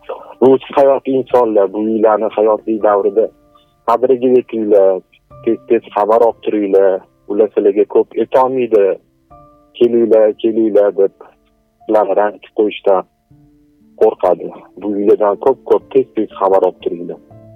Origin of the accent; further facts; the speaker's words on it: Tashkent, Uzbekistan; Toshkentdan.